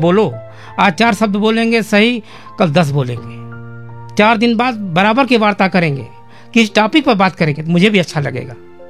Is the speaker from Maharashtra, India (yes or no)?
no; Gonda, Uttar Pradesh, India; moved away as an adult; now in Gorakhpur, India; यहाँ की माटी, यहाँ की बोली, यहाँ की भाषा मेरे मन से कभी नहीं जा सकता। जब मैं कभी गोंडा आता हूँ मुझे मेरा बचपन याद आ जाता है